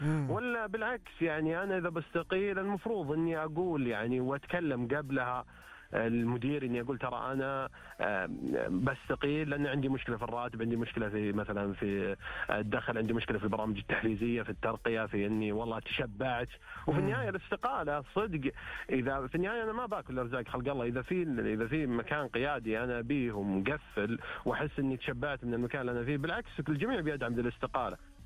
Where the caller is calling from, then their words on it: Riyadh, Riyadh Province, Saudi Arabia; من الرياض.